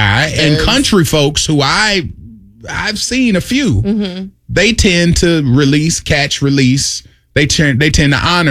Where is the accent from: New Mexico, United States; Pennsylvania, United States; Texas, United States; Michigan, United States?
Pennsylvania, United States; I was born and raised outside of Philly, so we're not built the same.